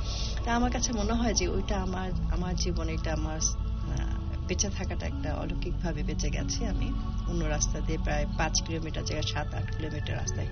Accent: Shahji Bazar, Sylhet Division, Bangladesh; also born or lived in Kaptai / Khulna; আমি আমার দেশ খুলনায়, আমার জন্ম হচ্ছে কাপ্তাই, আমার বেড়ে ওঠা সিলেট শাহজী বাজার। কাপ্তাইতে 1965 আমার জন্ম

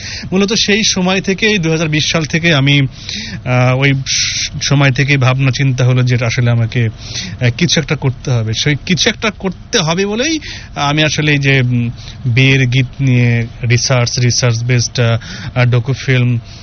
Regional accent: Rajshahi Division, Bangladesh; আমি আসলে বেড়ে উঠেছি বগুড়ার একটি গ্রামে এবং সেই গ্রামে একটা সময় খুব বেশি লোকজ সংস্কৃতি ছিল।

